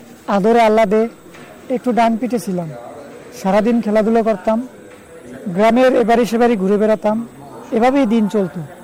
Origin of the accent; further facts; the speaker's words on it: Naldanga, Khulna Division, Bangladesh; now in Dhaka, Bangladesh; Jhenaidah, Naldanga.